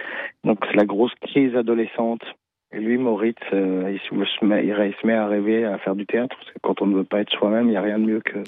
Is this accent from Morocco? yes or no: yes; Morocco; Je suis marocain.